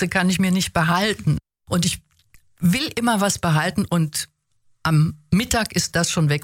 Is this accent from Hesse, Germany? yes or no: yes; Offenbach, Hesse, Germany; moved away; also born or lived in Frankfurt; Ich bin in Offenbach geboren, habe aber viele Zeit in Frankfurt zugebracht bei meinen Großeltern, wo ich einen Teil meiner frühesten Jugend verbracht habe. Mein Vater ist Offenbacher, meine Mutter Frankfurterin.